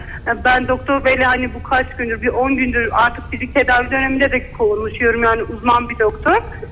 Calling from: Van, Turkey; Van'dan arıyorum.

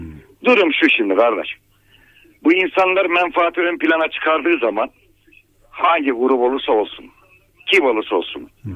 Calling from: Kahramanmaraş, Turkey; Kahramanmaraş'tan

